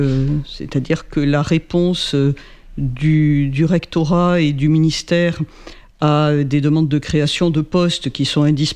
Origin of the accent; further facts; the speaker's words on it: Montpellier, Occitanie, France; je suis natif de Montpellier et j'ai vécu toute mon enfance et mon adolescence au pied de Sainte-Anne, rue Terral, entre l'église Sainte-Anne et le boulevard du Jeu de Paume.